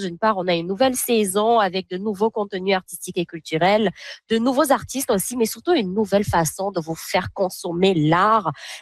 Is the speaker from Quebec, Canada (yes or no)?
no; Winnipeg, Manitoba, Canada; ici chez nous à Winnipeg.